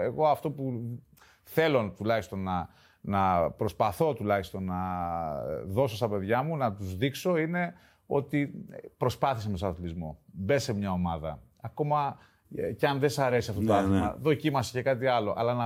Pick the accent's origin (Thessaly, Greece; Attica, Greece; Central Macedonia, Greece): Attica, Greece; Athens; born there; Γεννήθηκα στην Αθήνα.